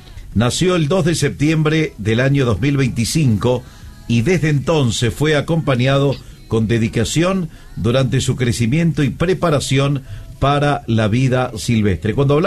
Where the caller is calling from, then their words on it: Río Cuarto, Córdoba, Argentina; desde Río Cuarto.